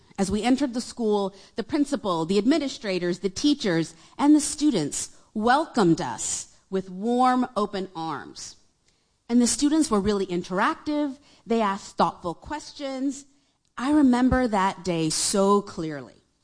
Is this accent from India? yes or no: yes; India; oh, I'm originally from India